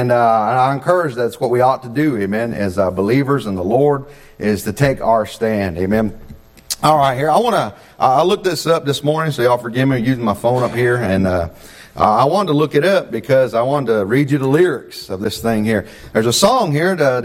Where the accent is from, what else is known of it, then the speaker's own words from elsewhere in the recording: United States; born there; I'm American, top of my head, bottom of my foot, amen. I'm not saying that I'm Indian first. No, I say I'm an American, amen. Born in this country